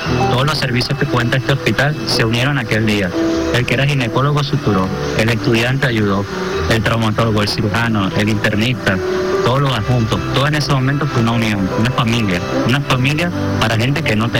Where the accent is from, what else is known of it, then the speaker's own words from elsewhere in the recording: Venezuela; No estamos solos porque estamos juntos y es importante el amor, la creencia en Dios y la unión como venezolanos.